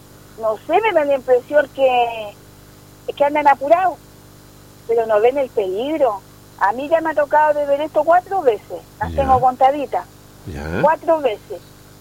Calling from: Coronel, Biobío, Chile; Mire, yo soy de Coronel y prácticamente la semana viajo de Coronel a Galilea.

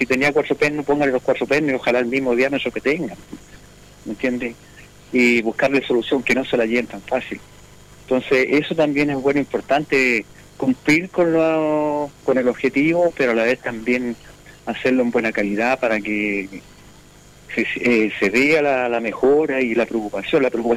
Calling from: Chile; De la Salvador Allende.

